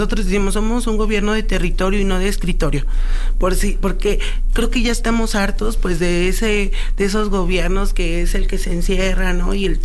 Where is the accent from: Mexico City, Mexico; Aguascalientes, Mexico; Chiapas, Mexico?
Mexico City, Mexico; soy de Azcapotzalco, pues llevo recorriendo la alcaldía 20 años